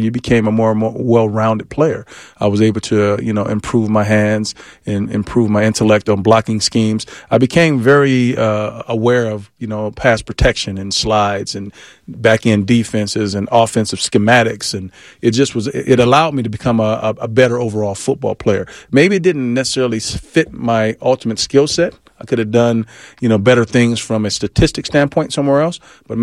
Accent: Las Vegas, Nevada, United States; Like, we grew up together in Las Vegas.

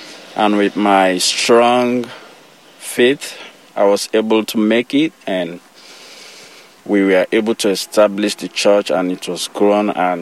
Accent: Sierra Leone; Well, I was born in Sierra Leone. I have a lot of sisters and brothers who are incredible and they are wonderful. Most of them are in Sierra Leone.

